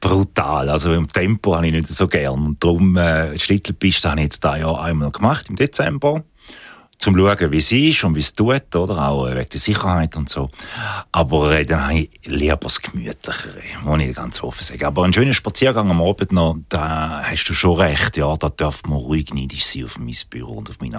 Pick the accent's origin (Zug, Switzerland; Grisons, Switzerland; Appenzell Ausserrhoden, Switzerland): Appenzell Ausserrhoden, Switzerland; accent: St. Gallen; haben zum Teil leider den Dialekt ein bisschen verloren. Es tönt eher St. Gallisch. Aber ich bin ein gebürtiger Ausseroder und arbeite jetzt im Innerrhodisch.